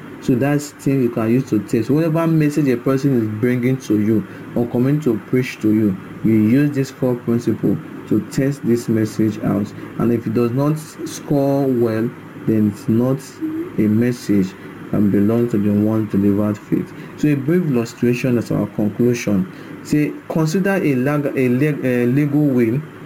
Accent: Okada, Edo, Nigeria; from Okada Town, Edo State, Nigeria.

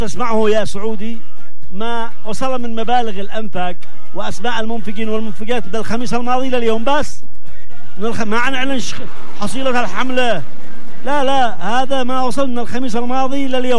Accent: Yemen; إحنا من اليمن

